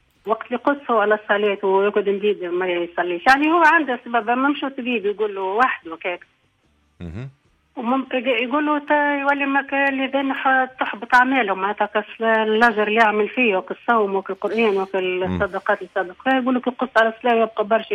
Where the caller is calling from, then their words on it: Kairouan, Kairouan Governorate, Tunisia; من القرويات.